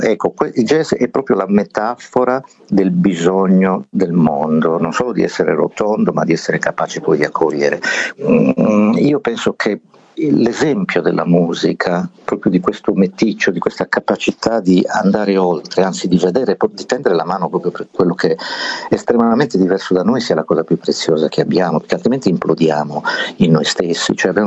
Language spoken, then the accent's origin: Italian; Berchidda, Sardinia, Italy; moved away; la prima volta che sono uscito da Berchida, dal mio paese, per andare al paese vicino, so che fa ridere, ma erano altri tempi. Il paese vicino era Monti, che stava a 15 km da Berchida